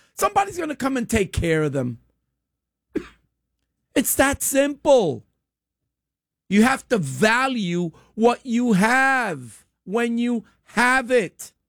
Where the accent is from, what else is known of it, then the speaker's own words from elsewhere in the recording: United States; we have as American citizens and as Americans